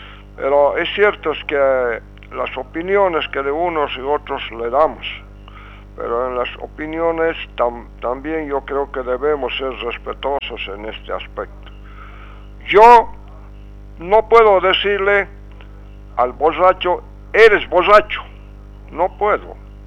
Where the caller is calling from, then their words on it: Bolivia; Bolivia no estamos como bolivianos